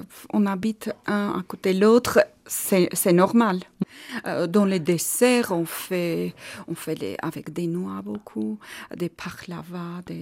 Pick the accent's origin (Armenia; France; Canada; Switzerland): Armenia; Yerevan; French is a second language; moved away as an adult; J'ai grandi à Yerevan, j'ai étudié et après j'ai commencé à travailler en urgence.